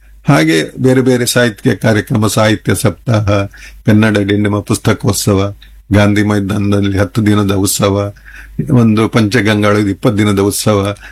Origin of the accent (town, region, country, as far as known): Kundapur, Karnataka, India